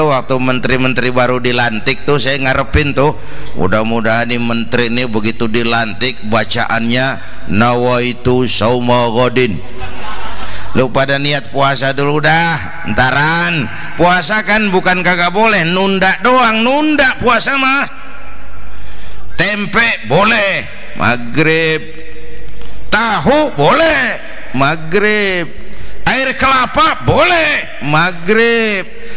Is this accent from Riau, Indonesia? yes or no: no; Jakarta, Indonesia; Ya kita Betawi kan mah susah udah nukangin. Susah mulu. Saya santri nih